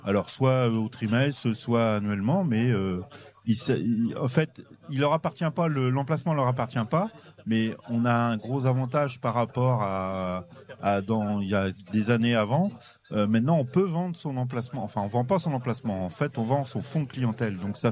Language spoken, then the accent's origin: French; Brittany, France; Sauf que, je suis breton, moi. Hein, j'ai un sale caractère.